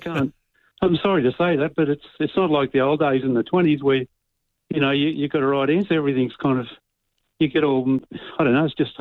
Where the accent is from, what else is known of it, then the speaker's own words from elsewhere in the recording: Canberra, Australian Capital Territory, Australia; I've got just an Aboriginal descent. I'm 3%. I'm from the Canberra area.